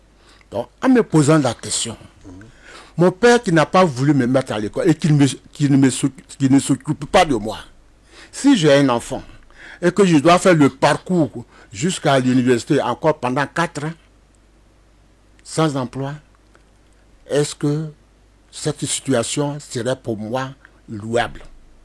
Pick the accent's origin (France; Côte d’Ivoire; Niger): Côte d’Ivoire; born there; also born or lived in Bouaké